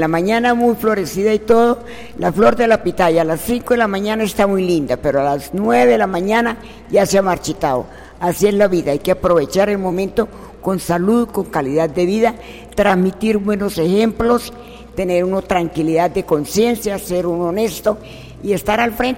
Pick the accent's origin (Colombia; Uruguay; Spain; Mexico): Colombia; Zapatoca, Santander; yo quiero mucho mi tierra y mis ancestros y todo de Zapatoca